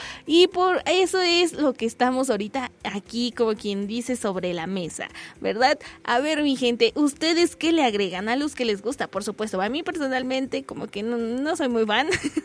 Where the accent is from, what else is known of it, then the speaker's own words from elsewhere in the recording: Mexico; Como buenos mexicanos que somos